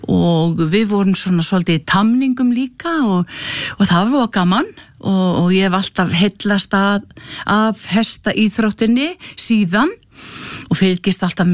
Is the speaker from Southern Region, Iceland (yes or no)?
yes; Hvolsvöllur, Southern Region, Iceland; Ég að mestu leiti alinn upp á Hvolsvelli. Ég fædd á Rauðalæk í Holtum, svo flýst ég í Djúpadal, svo flýst ég á Hvolsvell